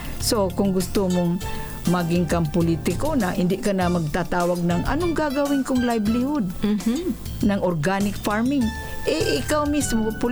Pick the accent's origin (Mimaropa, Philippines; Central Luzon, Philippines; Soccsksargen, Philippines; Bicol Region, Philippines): Bicol Region, Philippines; Oas; born there; Kami, I was born in Uwas, Albay.